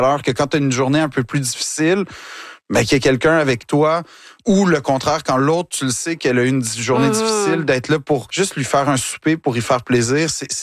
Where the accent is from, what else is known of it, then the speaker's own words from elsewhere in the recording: Quebec, Canada; Quand je dis que je suis Québécois jusqu'au bout des doigts, mais je le sens à tous les jours.